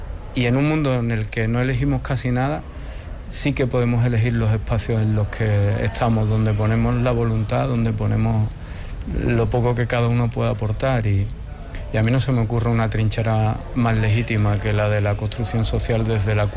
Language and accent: Spanish; Andalusia, Spain; Y para nosotros como andaluza y como andaluces más